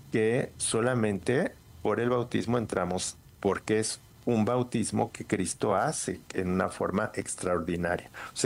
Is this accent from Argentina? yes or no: no; Mexico; Porque ella escogió esa casa y porque yo soy mexicano.